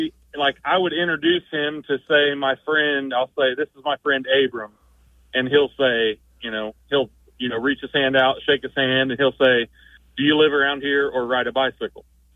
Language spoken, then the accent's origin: English; Kokomo, Indiana, United States; I'm from Kokomo, Indiana.